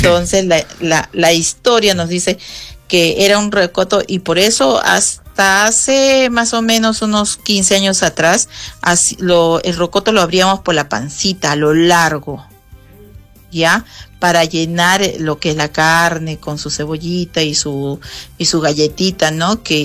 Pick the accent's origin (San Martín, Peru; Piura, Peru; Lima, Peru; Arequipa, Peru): Arequipa, Peru; Nosotros acá en Arequipeña, como arequipeños como grandes tradicionalistas y amantes de nuestra historia y tradición